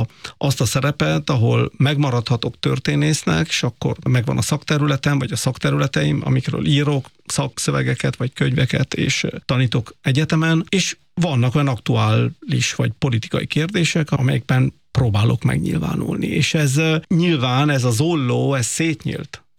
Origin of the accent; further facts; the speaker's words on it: Italy; now in Hungary; Tehát én Olaszországban születtem, ott szocializálódtam egy másik politikai kultúrában